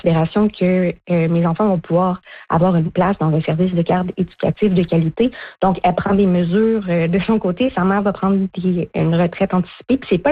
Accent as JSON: {"language": "French", "town": "Berry", "region": "Quebec", "country": "Canada", "tie": "born or raised there", "also_born_or_lived": "Montreal", "said": "Dans le fond, je viens de Béry, tout près d'Amos. Mm-hmm. Mon père, mon grand-père, mon arrière-grand-père vient aussi de Béry."}